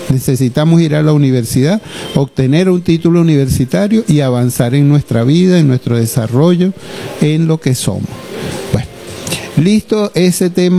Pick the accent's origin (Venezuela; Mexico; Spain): Venezuela; Los Llanos; porque somos llaneros, porque estamos en la puerta del llano